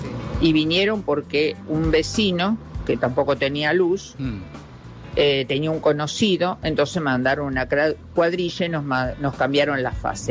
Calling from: Buenos Aires, Argentina; soy de Villa Lugano.

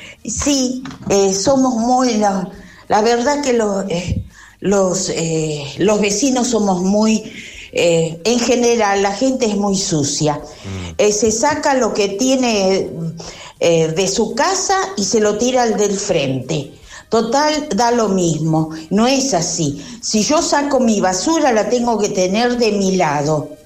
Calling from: Fray Luis Beltrán, Santa Fe, Argentina; de Barrio Retiro, Burlón Sumer 2214.

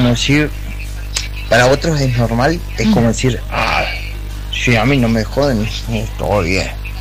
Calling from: Cinco Saltos, Río Negro, Argentina; de Cinco Saltos.

